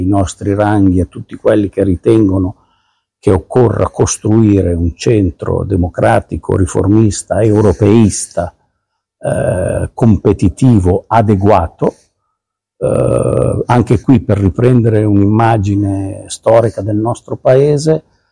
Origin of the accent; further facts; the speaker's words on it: Piedmont, Italy; io vengo dalla Val d'Ossola